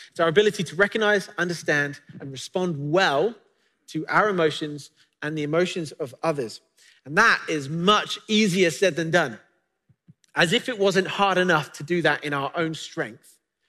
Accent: England, United Kingdom; moved away; And being from the UK, I know this only too well. We used to go on vacations to the beach, which was an hour away from where I used to live.

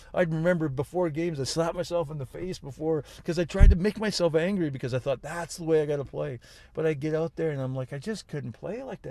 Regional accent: Kelowna, British Columbia, Canada; Well, I grew up in Kelowna, BC, the land of peaches and beaches. What a great place to grow up.

